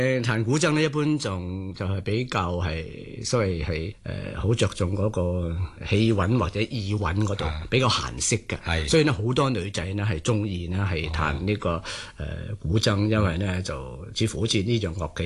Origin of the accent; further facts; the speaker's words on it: Guangdong, China; 身為廣東人咧